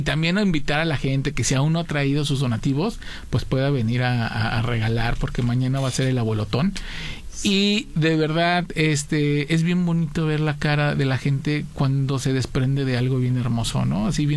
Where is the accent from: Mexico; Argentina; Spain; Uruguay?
Mexico; si algo nos caracteriza como mexicanos, como humanos